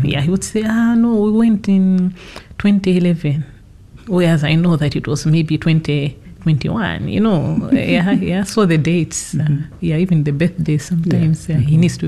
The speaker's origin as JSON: {"language": "English", "town": "Karonga", "region": "Northern Region", "country": "Malawi", "said": "I'm from Karunga. It's a Ngonde name."}